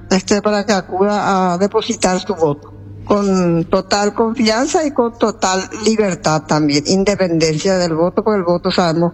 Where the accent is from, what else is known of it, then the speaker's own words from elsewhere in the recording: Paraguay; estamos obligados como paraguayos, como ciudadanos.